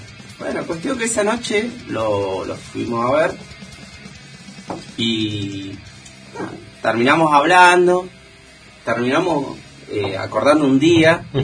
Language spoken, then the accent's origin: Spanish; Puerto Madryn, Chubut, Argentina; moved away; yo no soy de acá, yo soy de Puerto Madre.